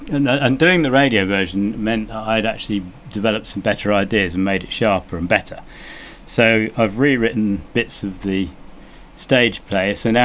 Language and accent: English; St Neots, East of England, United Kingdom; born there; Because I live in St. Neots and I was born in St. Neots